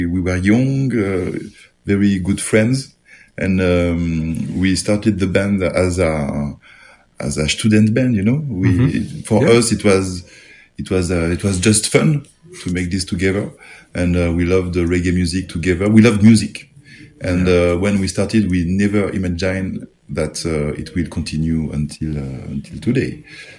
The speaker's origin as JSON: {"language": "English", "country": "France", "tie": "born or raised there", "second_language": "English", "said": "It was a long time ago for us, you know, and we grew up in France. Me, I grew up with ideas, ideology of anti-racism, unity"}